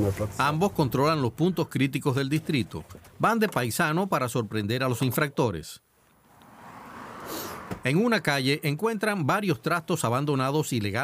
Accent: Netherlands; Spanish is a second language; Soy de Holanda

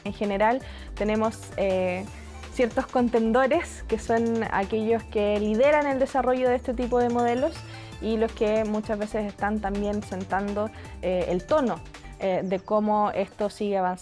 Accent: Chile; En Chile, por ejemplo, decimos nanay, que tiene que ver con cierto hacer un cariño. Y eso viene de nuestros lenguajes indígenas

